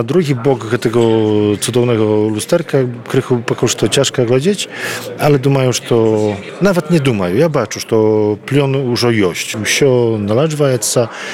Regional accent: Podlaskie Voivodeship, Poland; мы тут на Белосточыне існуем, мы таксама беларусы

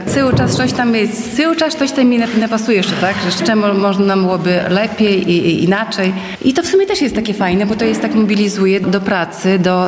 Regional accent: Łosinka, Podlaskie Voivodeship, Poland; now in Hajnówka, Poland; ja na przykład dojeżdżam z Hajnówki, ale pochodzę z Łosinki i też jakby, no, związana no, sercem z Łosinki, tak, bo tutaj wychowała się, tutaj chodziła do szkoły, tutaj rodzice żyli

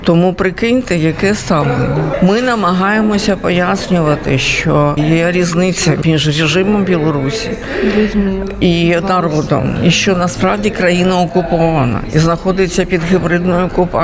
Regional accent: Kyiv, Ukraine; Тому що, як киянка, я народилася в Києві, і під час у лютому 22-го року ми рахували кілометри, на які до нас не дійшли.

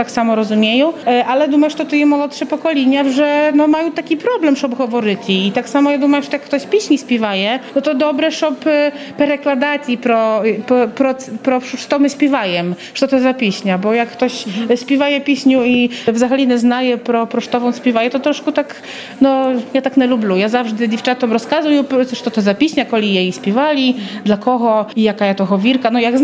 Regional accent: Teluszki, Podlaskie Voivodeship, Poland; Ну я сама з Телушок, в село Телушки.

